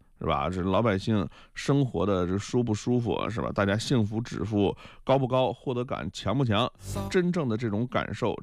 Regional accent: Liaoning, China; now in Jinjiang, China; 事情呢发生在我的家乡辽宁

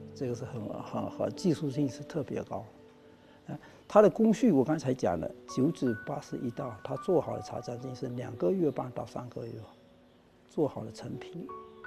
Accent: Fuzhou, Fujian, China; accent: Fuzhou dialect; 我们福州话就是讲翻车。

